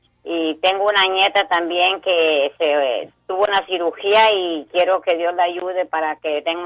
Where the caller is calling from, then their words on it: Weslaco, Texas, United States; De aquí de Huelaco